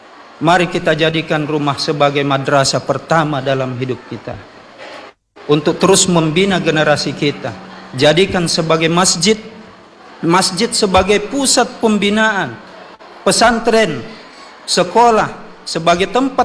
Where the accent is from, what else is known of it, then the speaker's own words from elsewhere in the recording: Indonesia; عن بلدنا إندونيسيا